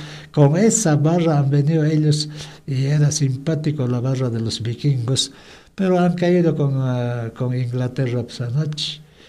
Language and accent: Spanish; Peru; Así es mi tierra, Comayo, también rodeado por muchos cerros.